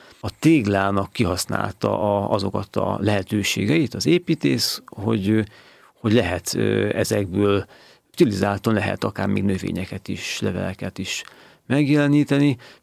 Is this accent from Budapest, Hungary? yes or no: no; Hódmezővásárhely, Csongrád-Csanád, Hungary; de hát a szívem húz haza, tulajdonképpen én Hódmezővásárhelyen születtem, és ott is éltem, életem első szakaszában, és sokat láttam ezt a templomot